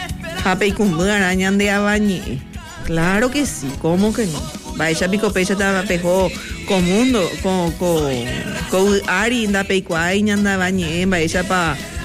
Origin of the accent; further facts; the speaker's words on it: Paraguay; Eso tiene el paraguayo muy adentro